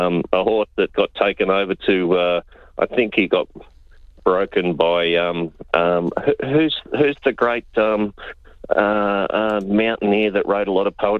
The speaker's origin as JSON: {"language": "English", "town": "East Doncaster", "region": "Victoria", "country": "Australia", "tie": "born or raised there", "lives_now": "Ringwood, Australia", "said": "Now, it's like I come from Ringwood at the minute, and I'll defend Ringwood. I was born and bred in East Doncaster. I'll defend East Doncaster."}